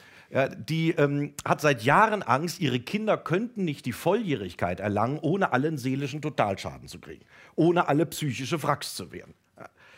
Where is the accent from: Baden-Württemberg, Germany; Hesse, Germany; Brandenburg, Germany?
Hesse, Germany; moved away; Ich bin Hesse. Wie reden die Leute in meiner hessischen Heimat?